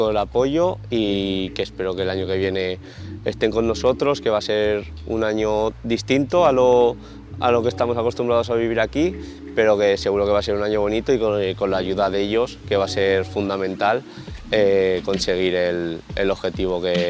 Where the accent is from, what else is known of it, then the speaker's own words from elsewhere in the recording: Aragon, Spain; moved away as an adult; me ha acompañado prácticamente toda la vida hasta que ya salí de Aragón, pero sí que es verdad que siempre que he vuelto aquí siempre se me... vamos, todo el mundo me llama por ese apodo.